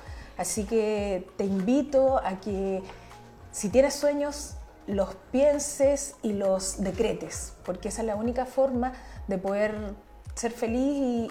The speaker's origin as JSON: {"language": "Spanish", "country": "Chile", "said": "como país, como chilenos"}